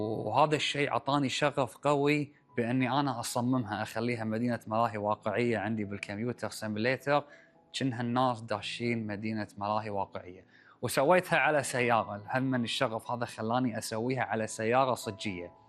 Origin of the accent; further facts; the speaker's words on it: Kuwait; born there; من 2012، من صار 2012، أنا بلشت هني أسافر برا الكويت